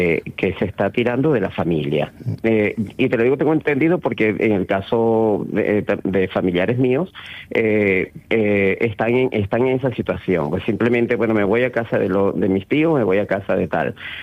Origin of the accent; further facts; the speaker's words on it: Maracaibo, Zulia, Venezuela; Tenía un hermano que vivió allí algún tiempo, pero yo soy maracucho y la zona más lejana del epicentro.